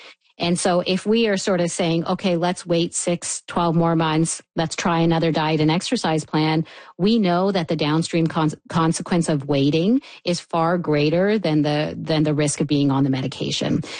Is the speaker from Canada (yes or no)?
yes; Canada; I think as a Canadian population, we would be so much better off